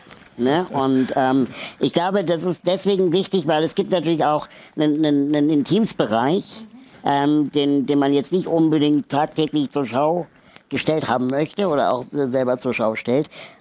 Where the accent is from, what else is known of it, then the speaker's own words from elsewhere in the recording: Berlin, Germany; also born or lived in Peru; Und dann sind sie nach Deutschland gezogen und das Einzige, was aufgrund ihrer politischen Gesinnung in Frage kam, war West-Berlin. Und meine Eltern waren, wie gesagt, relativ jung und steckten mich dann sehr schnell in den Kindergarten.